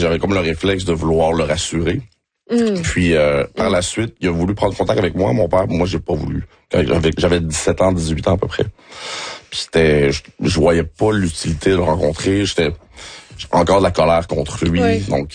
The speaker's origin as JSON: {"language": "French", "town": "Montreal", "region": "Quebec", "country": "Canada", "tie": "born there", "also_born_or_lived": "Saint-Eustache", "said": "Mais je suis né à Montréal-Nord, par exemple."}